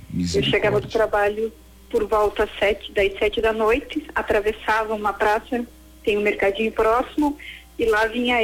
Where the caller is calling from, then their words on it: Porto Alegre, Rio Grande do Sul, Brazil; De Porto Alegre, Rio Grande do Sul.